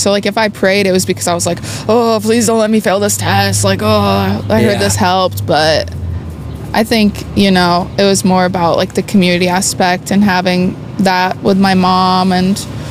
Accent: Midwest, United States; I'm still from the Midwest, so it's not that crazy, you know?

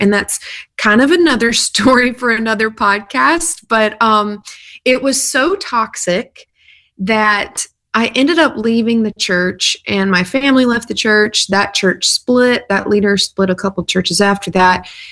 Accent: South Carolina, United States; Well, I grew up in South Carolina on a lot of acreage in a trailer out in the middle of nowhere.

